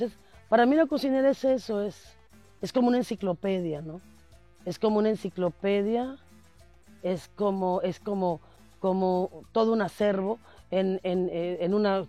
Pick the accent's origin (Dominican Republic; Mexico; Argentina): Mexico; te permite darte cuenta como mexicano que, porque a veces perdemos eso, perdemos la conciencia de que estamos en un gran país con una diversidad impresionante en todos los sentidos. Y a veces como mexicano nosotros no lo valoramos.